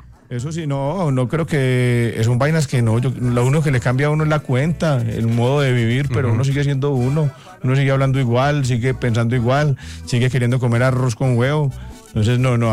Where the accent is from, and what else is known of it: Colombia